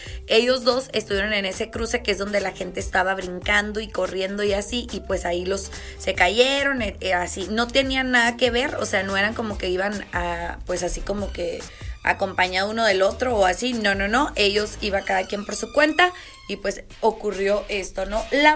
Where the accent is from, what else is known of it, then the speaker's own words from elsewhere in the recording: Sinaloa, Mexico; yo soy de Sinaloa